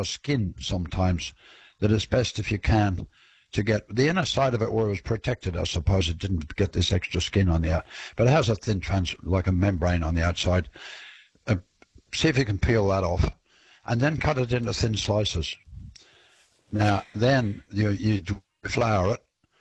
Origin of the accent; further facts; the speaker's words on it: Northern Ireland, United Kingdom; now in Australia; I grew up when I grew up in Northern Ireland in the UK.